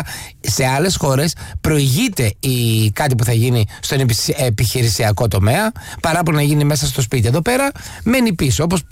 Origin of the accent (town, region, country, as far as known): Greece